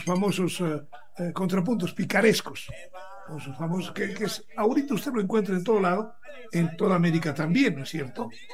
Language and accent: Spanish; Bolivia; somos chapacos, somos cambas, somos bolivianos.